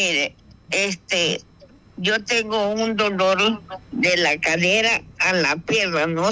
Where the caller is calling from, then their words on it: Canuto, Manabí, Ecuador; De Canuto.